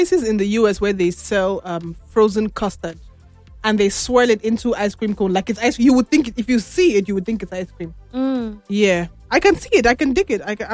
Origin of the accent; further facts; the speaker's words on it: Nigeria; I also still like it as a Nigerian with akara.